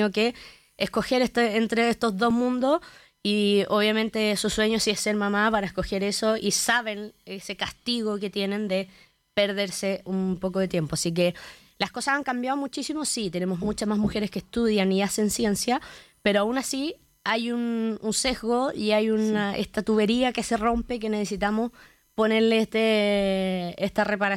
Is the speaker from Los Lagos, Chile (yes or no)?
yes; Osorno, Los Lagos, Chile; moved away; Yo soy nacida y criada en Osorno, estoy acá también intermitentemente